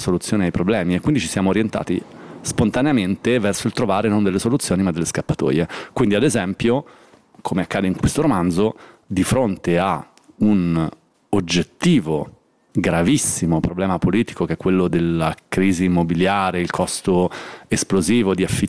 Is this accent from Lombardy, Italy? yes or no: yes; Milan, Lombardy, Italy; born or raised there